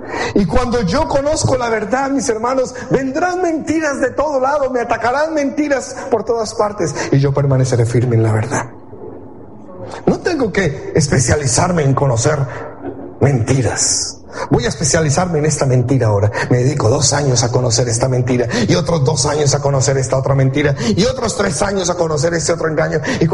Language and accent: Spanish; United States; y yo soy norteamericano, les voy a mostrar mi pasaporte